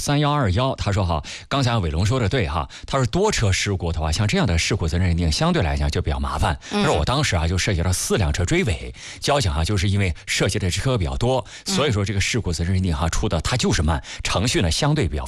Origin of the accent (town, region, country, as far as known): Hebei, China